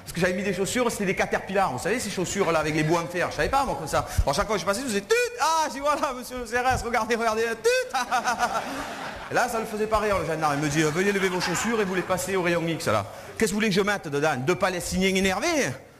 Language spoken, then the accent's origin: French; France; on leur a dit « Oui, on va vous faire la cuisine, on est français, vous inquiétez pas, laissez-nous faire, tout ça.